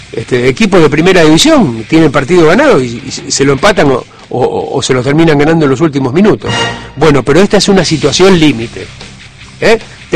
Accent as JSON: {"language": "Spanish", "town": "Rosario", "region": "Santa Fe", "country": "Argentina"}